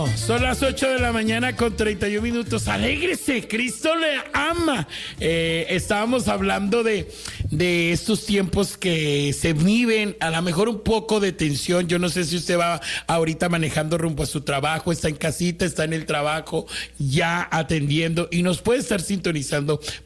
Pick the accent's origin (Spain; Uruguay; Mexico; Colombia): Mexico; Y si ustedes, como yo soy de México, pues yo puedo orar por México.